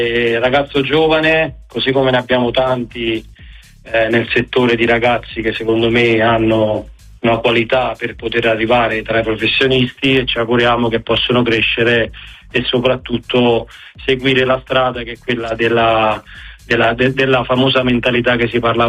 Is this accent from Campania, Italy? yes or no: yes; Naples, Campania, Italy; soprattutto per me da napoletano